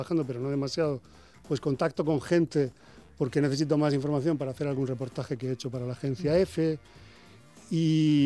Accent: Almoradí, Valencian Community, Spain; Yo soy de un pueblo de Alicante que se llama Almoradí, y este es el campo de Albatera.

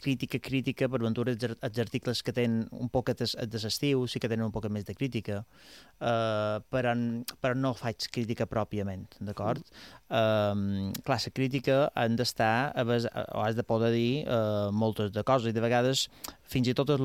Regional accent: Palma, Balearic Islands, Spain; a Son Cotoner, nostre barri, nosaltres som de Palma

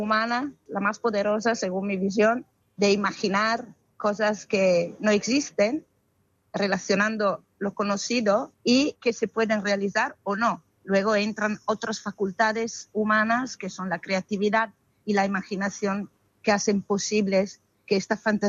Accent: Italy; Spanish is a second language; moved away as an adult; also born or lived in Milan; now in Ibiza, Spain; yo vengo de Italia, sí. Y llevaba una galería de arte muy importante en Milán, sí.

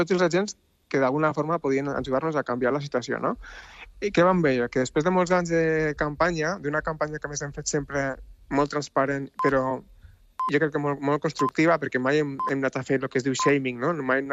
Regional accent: Tarragona, Catalonia, Spain; now in Basque Country, Spain; Bueno, jo sóc de Tarragona, eh? Però jo estic vivint al País Basc

